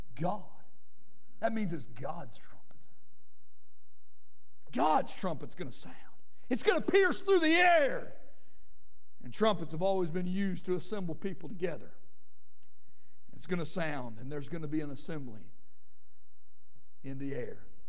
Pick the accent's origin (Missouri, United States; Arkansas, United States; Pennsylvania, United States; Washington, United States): Arkansas, United States; also born or lived in Canada; I grew up in Arkansas, and I was born in Canada.